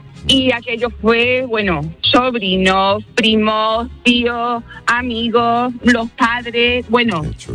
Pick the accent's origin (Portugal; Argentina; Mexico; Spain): Spain; Almendralejo, Extremadura; yo soy de Almendralejo y sé que había gente de Almendralejo en Nueva York viendo España